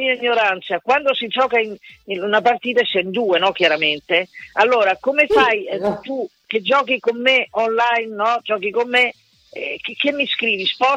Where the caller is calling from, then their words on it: Bologna, Emilia-Romagna, Italy; qui a Bologna